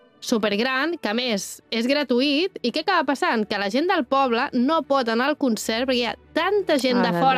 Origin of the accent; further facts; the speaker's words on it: Castellbisbal, Catalonia, Spain; en el cas del meu poble, o sigui, Castellbisbal no és un poble gaire gran, vull dir, no estem parlant, no és ni Sant Cugat ni és Terrassa.